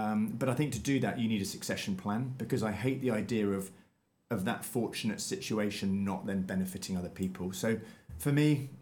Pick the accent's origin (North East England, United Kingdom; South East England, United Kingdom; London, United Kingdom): South East England, United Kingdom; Winchester; Actually from the UK, from Winchester.